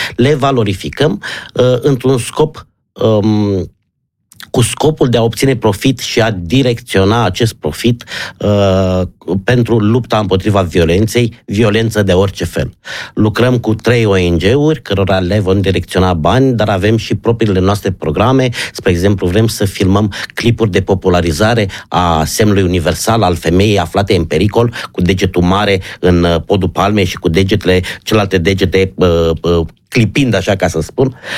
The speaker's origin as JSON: {"language": "Romanian", "country": "Romania", "said": "Eu spun, eu tot spun că noi ca români nu prea ne iubim mâncarea."}